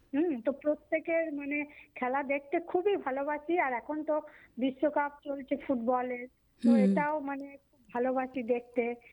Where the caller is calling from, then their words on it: Bolpur, West Bengal, India; আমি বোলপুর বীরভূম থেকে